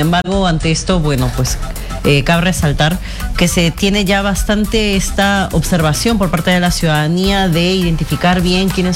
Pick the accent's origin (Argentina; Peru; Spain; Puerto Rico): Peru